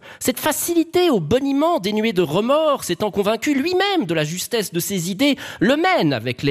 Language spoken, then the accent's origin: French; Geneva, Switzerland; j'ai grandi à Genève